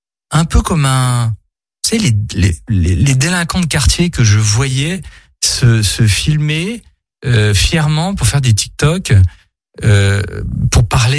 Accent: Grand Est, France; je suis alsacien, et malheureusement, l'Alsace a été, la communauté juive d'Alsace a été décimée quasiment en Alsace.

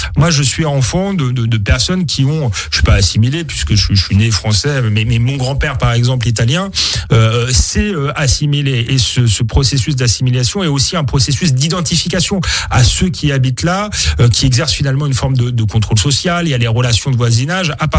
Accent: Épinay-sur-Seine, Île-de-France, France; also born or lived in Saint-Denis; Moi, j'ai grandi à Épinay-sur-Seine et à Saint-Denis

